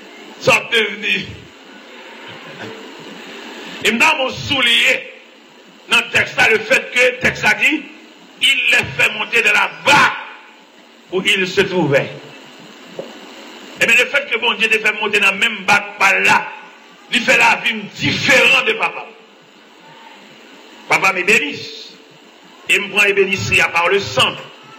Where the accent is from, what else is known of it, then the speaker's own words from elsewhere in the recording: Port-au-Prince, Ouest, Haiti; Je viens de Port-au-Prince